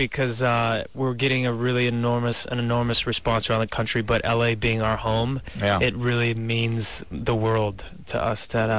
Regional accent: Bossier City, Louisiana, United States; born there; moved away; Bossier City. Yeah. That's where I was born, Louisiana.

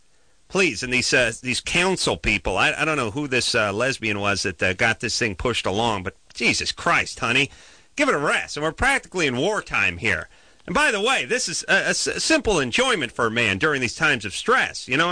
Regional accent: North Hollywood, California, United States; I'm from North Hollywood.

